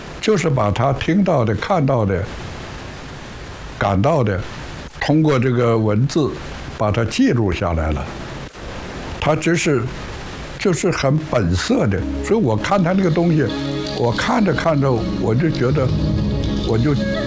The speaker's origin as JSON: {"language": "Chinese", "town": "Harbin", "region": "Heilongjiang", "country": "China", "tie": "born there", "said": "我是福昌号出生的"}